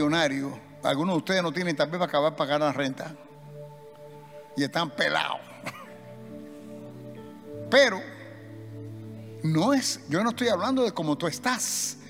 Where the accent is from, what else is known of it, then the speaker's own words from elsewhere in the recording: Cuba; Tienes que ser cubano para saber eso. Y yo soy cubano y ni sé quién es Chacumbele.